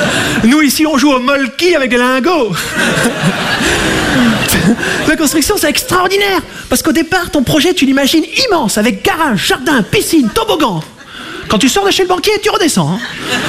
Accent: Monbazillac, Nouvelle-Aquitaine, France; Alors moi je vais me présenter, je viens de Montbazillac dans le sud-ouest de la France, vous connaissez?

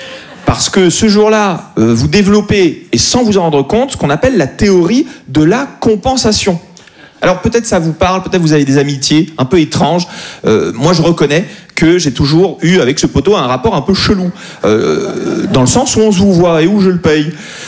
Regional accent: Corsica, France; Donc moi, sur le papier, je suis corse juif.

